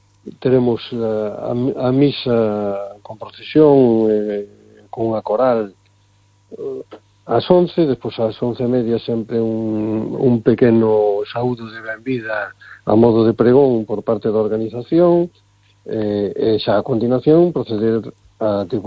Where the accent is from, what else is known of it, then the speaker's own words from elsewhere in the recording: Galicia, Spain; é o típico de Galicia, e o que somos os galegos, non?